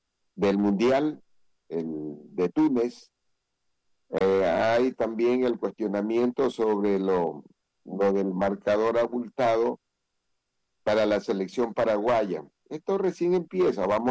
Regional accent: Ecuador; somos ecuatorianos

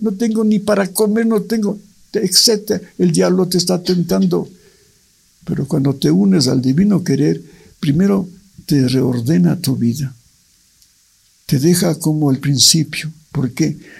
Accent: Ibarra, Imbabura, Ecuador; born there; also born or lived in Quito; El lugar, fue en Quito, nací en Ibarra, pero fue aquí lo que conocí.

